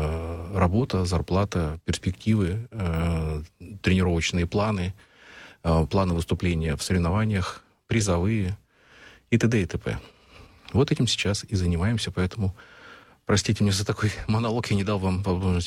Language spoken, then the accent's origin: Russian; Siberia, Russia; я родился и вырос в Сибири